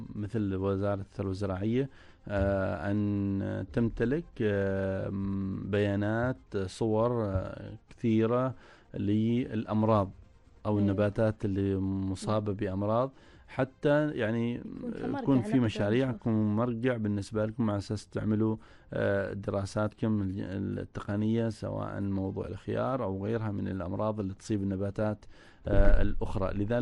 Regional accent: Oman; هل عندنا بالفعل في عمان أماكن مفتوحة للخيار بكميات كبيرة

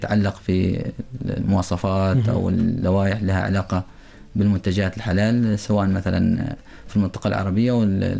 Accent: Oman; معانا في سلطنة عمان

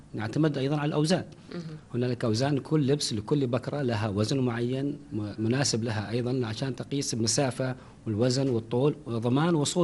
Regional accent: Dhofar, Oman; فكوني من أبناء المنطقة

